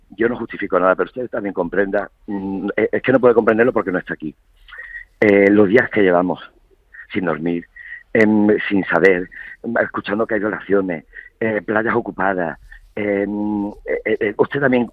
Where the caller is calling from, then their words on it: Spain; somos españoles y somos ciudadanos de la Unión Europea.